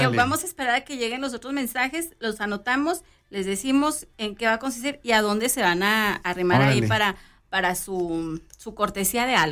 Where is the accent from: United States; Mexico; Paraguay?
Mexico; somos bien mexicanos